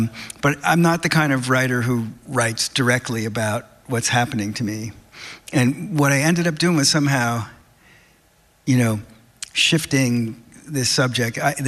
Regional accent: New Jersey, United States; now in Boston, United States; And I was going from Boston to New Jersey 1 week out of every month and spending it there. And so I was in the house that I grew up

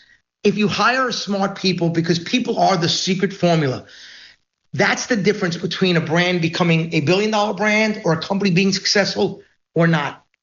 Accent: Queens, New York, United States; It's why I always say … from Queens, right?

